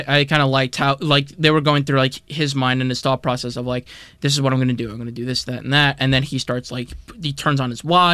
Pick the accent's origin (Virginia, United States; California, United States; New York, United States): New York, United States; And I knew that this was shot in Boston because, like, I'm from New York, so there were no, like, homeless men on the subways.